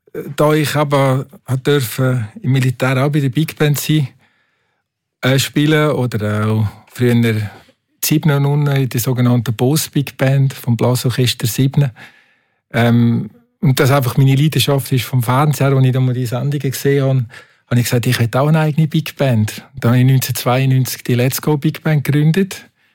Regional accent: Einsiedeln, Schwyz, Switzerland; Und dann habe ich mit 9 Jahren angefangen, Trompete zu lernen. Ich war an der Musikschule bei uns in Einsiedeln.

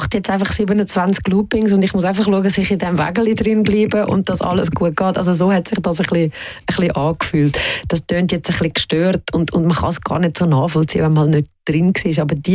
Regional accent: Switzerland; habe halt immer wirklich sehr stark das spanische Element bei mir daheim. Auf der anderen Seite bin ich hier in der Schweiz aufgewachsen und habe sehr behütete Kindheit gehabt. Ich bin ein Waldkind gewesen. Ich bin neben dem Wald aufgewachsen.

